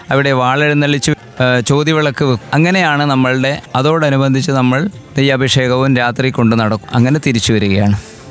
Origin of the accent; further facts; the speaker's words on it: Thillankeri, Kerala, India; ഞാൻ തില്ലങ്കേരി സ്വദേശിയാണ്.